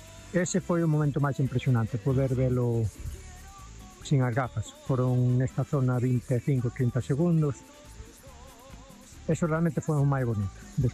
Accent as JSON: {"language": "Galician", "town": "Lalín", "region": "Galicia", "country": "Spain", "said": "Por diante … de Lalín."}